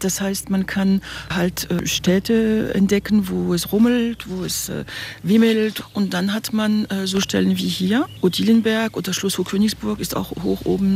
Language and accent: German; Grand Est, France; Oh, also ich bin eine echte Elsässerin